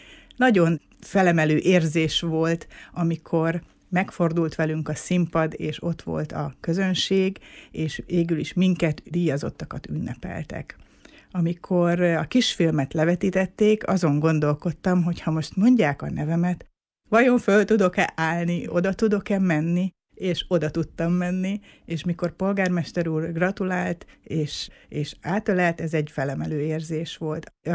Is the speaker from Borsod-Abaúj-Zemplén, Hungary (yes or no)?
yes; Miskolc, Borsod-Abaúj-Zemplén, Hungary; Miskolc város az én születési helyem. Itt születtem Miskolcon, egészen pontosan Diósgyőrben. Itt is nevelkedtem fel, és jelenleg itt is dolgozom.